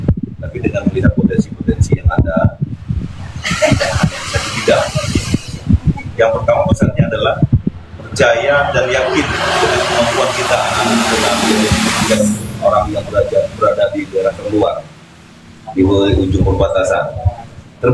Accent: Natuna, Riau Islands, Indonesia; kita anak Natuna ini

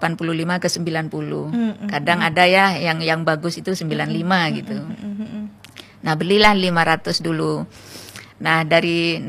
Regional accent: Pamekasan, East Java, Indonesia; now in Sumenep, Indonesia; saya asli Pamekasan.

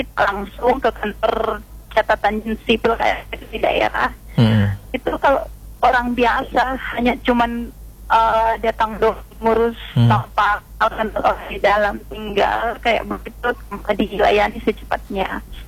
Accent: Sabang, Aceh, Indonesia; karena kalau kita pergi mengurus itu Kak, di daerahku.

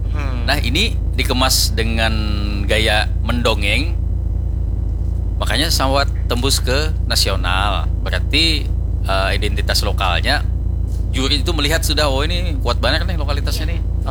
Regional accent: South Kalimantan, Indonesia; Secara budaya, Bakesah adalah budaya kita orang Banjar.

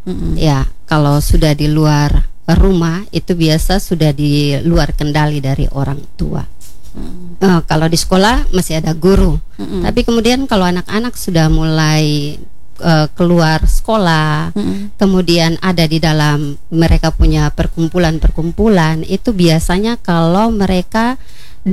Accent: Malaka, East Nusa Tenggara, Indonesia; khususnya yang di Malaka dulu ya, karena saya dari Malaka.

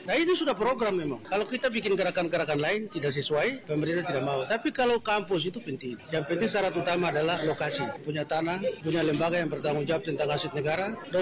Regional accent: Papua, Indonesia; Kita sebagai orang Papua harus bisa.

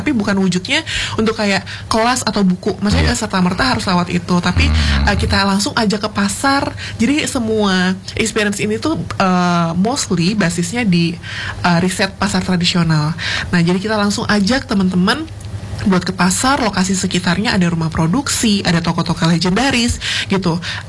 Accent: Sumatra, Indonesia; Jadi karena saya dari Sumatera, dan kebetulan memang keluarga itu dari berbagai macam daerah. Ayah dari Jawa Timur, ibu dari Jawa Barat. Terus kami besar dan tinggal di Sumatera.

